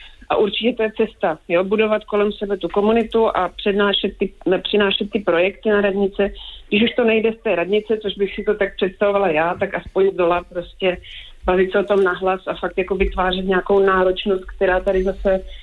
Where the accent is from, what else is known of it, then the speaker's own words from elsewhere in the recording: Brno, South Moravian Region, Czechia; jak jsem z Brna, tak já jsem vždycky jezdila do Vídně často, takže to bylo to spádový město, hoďka a půl, že jo, je to blíž jak Praha vlastně